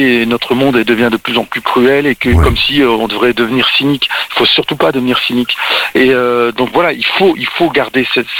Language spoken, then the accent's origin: French; France; je suis né, j'ai grandi en France, c'est un pays magnifique